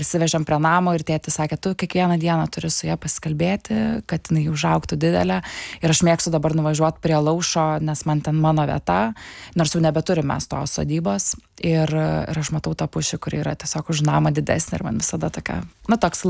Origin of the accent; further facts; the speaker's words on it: Vilnius, Vilnius County, Lithuania; also born or lived in Lake Alaušas; Tai aš užaugau pusiau Vilniuje, Antakalnio rajone ir pusiau prie Alaušo ežero. Tai buvau tokia pusiau buto vaikas, pusiau kaimo vaikas prie ežero.